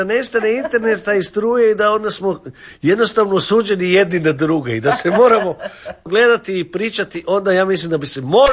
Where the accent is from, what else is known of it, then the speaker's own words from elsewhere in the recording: Zagreb, City of Zagreb, Croatia; born there; Pa ja sam rođen u Mlinovima i mi smo imali, uvijek nam je bila ovaj, kak se zove, kućna pomoćnica ili teta koja se brinula iz Šestina i onda sam dosta tih kajkarskih riječi naučila od nje.